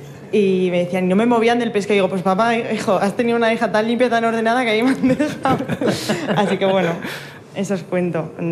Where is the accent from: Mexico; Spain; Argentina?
Spain; Huesca, Aragon; al final yo digo, pues yo soy de Huesca